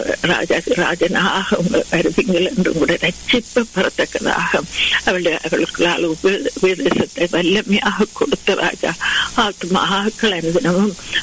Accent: Sri Lanka; என்ன நாங்க பிறந்து வளர்ந்த தேசத்துக்காக அந்த இலங்கை தீவுக்காக உங்களை வருகிறோம்.

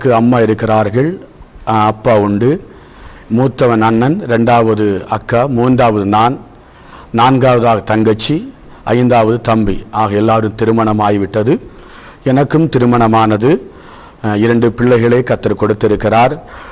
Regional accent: Kollankode, Tamil Nadu, India; born or raised there

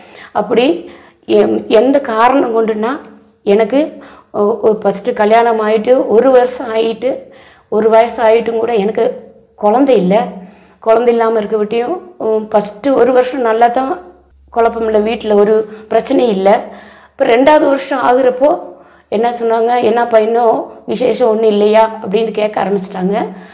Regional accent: Kambam, Tamil Nadu, India; நான் பிறந்து வளர்ந்ததெல்லாம் தமிழ்நாட்டில் கம்பத்தில் வளர்ந்தது, படித்தது எல்லாம் அங்கே தான் நான் படித்து வளர்ந்தேன்.

